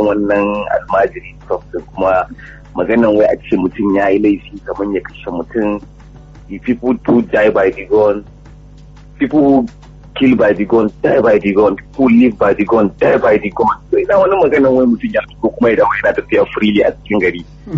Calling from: Ibadan, Oyo, Nigeria; I'm calling you from Adoji Estate, Oluole.

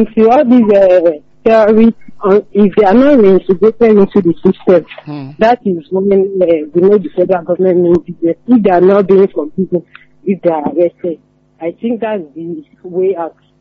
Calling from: Kwara, Nigeria; from Kwara.

